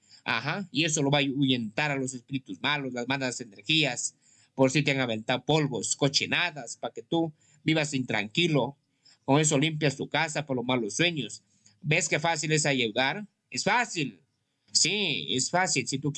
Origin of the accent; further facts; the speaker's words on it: Huancabamba, Piura, Peru; Estoy aquí en mi tierra de Huancabamba